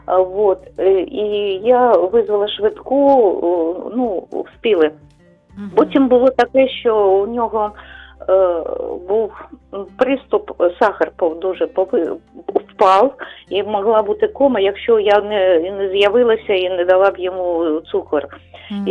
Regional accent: Kharkiv, Kharkiv Oblast, Ukraine; я з Харкова.

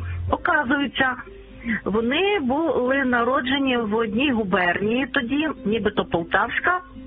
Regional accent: Carpathians, Ukraine; now in Lviv, Ukraine; І от моє дитинство пройшло в Карпатах.

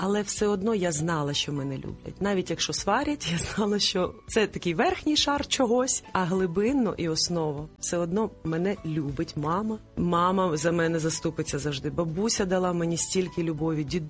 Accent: Kyiv, Ukraine; Я народилася в Києві. В звичайній родині мама викладала в університеті, тато працював в правоохоронних органах. Я навчалася в школі, в українській, до речі, тоді їх було небагато в Києві.

